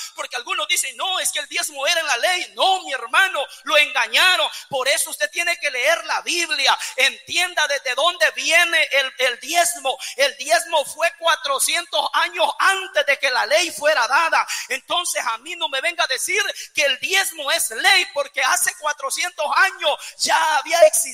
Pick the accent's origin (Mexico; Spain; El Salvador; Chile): El Salvador; Nosotros nos distinguimos como salvadoreños